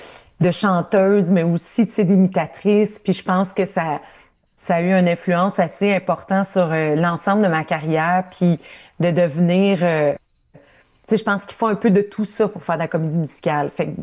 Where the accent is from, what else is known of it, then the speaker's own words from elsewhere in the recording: Ontario, Canada; je viens de l'Ontario, de l'Ontario francophone